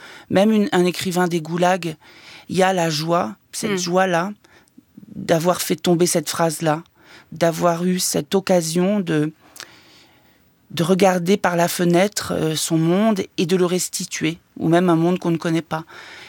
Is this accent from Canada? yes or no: no; Nouvelle-Aquitaine, France; now in Paris, France; c'est mon arrivée à Paris, 20 ans. J'obtiens le Conservatoire national d'art dramatique. Je viens du Limousin.